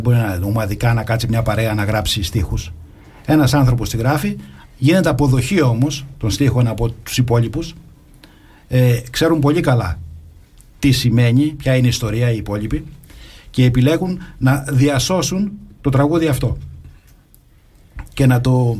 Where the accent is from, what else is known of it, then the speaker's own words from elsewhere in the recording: Livadeia, Central Greece, Greece; η Λιβαδιά σαν αφετηρία ήταν η πόλη, η πρωτεύουσα του νομού Βιωτίας, η πόλη μου δηλαδή